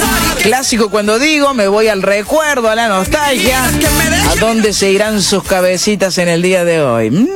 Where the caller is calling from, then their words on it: Buenos Aires, Argentina; Hola, buenas tardes … de Buenos Aires.